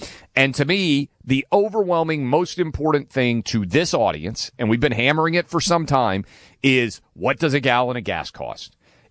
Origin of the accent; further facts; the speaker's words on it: Nashville, Tennessee, United States; it was under $3.50 in my hometown of Nashville, suburban area near the airport.